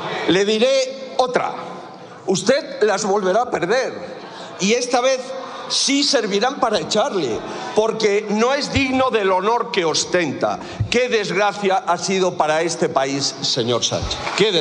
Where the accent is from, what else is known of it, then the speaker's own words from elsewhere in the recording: Spain; somos los españoles.